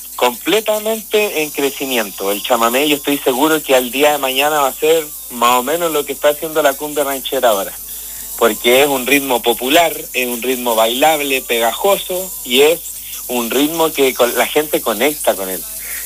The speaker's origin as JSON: {"language": "Spanish", "town": "Villa O'Higgins", "region": "Aysén", "country": "Chile", "tie": "born or raised there", "moved": "yes", "lives_now": "Santiago, Chile", "said": "Villa O'Higgins, que es mi pueblo"}